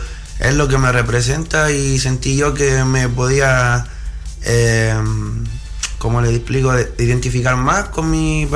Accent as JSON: {"language": "Spanish", "town": "Peñaflor", "region": "Santiago Metropolitan Region", "country": "Chile", "said": "Yo soy de Santiago, de Peñaflor, un pueblito que se llama Peñaflor."}